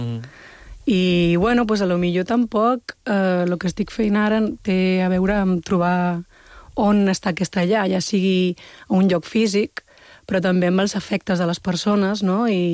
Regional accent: Balearic Islands, Spain; also born or lived in France / Italy; Pues jo he fet un acrònim que es diu guiri-llorquina, que som aquestes persones que som fills de guiris nascuts a les illes, no?

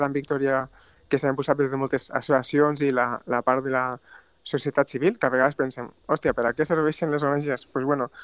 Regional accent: Tarragona, Catalonia, Spain; Bueno, jo sóc de Tarragona, però jo estic vivint al País Basc

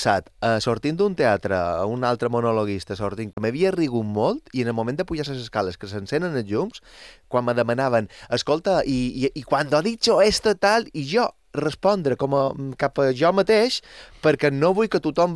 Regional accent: Balearic Islands, Spain; Veus, com a mallorquí, és l'únic que no vull.

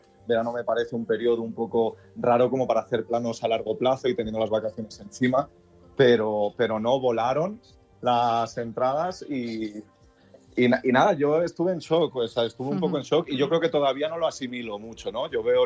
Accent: Balearic Islands, Spain; moved away as an adult; now in Madrid, Spain

